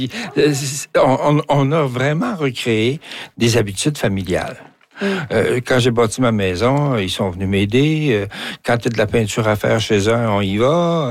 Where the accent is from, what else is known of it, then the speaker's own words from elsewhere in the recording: Rivière-du-Loup, Quebec, Canada; moved away as an adult; now in Rouyn-Noranda, Canada; Je suis arrivé à la sortie de l'université à Rouyn-Noranda en 71. Puis je venais de Rivière-du-Loup, du bas du fleuve.